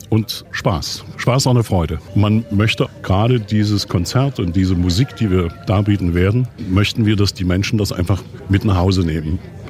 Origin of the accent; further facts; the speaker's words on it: Dresden, Saxony, Germany; born or raised there